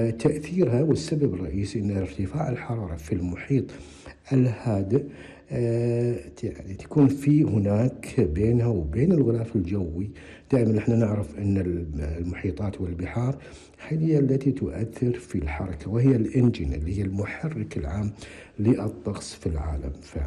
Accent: Kuwait; تأثرت المنطقة عندنا في الكويت والمناطق المجاورة

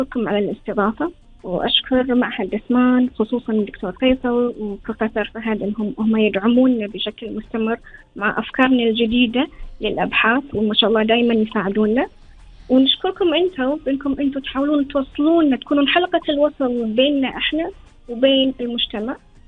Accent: Kuwait

